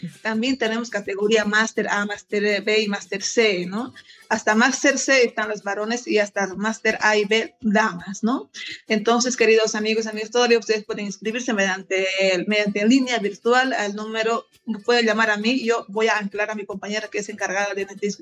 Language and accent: Spanish; Bolivia; como bolivianos que somos, siempre a última semana, a última hora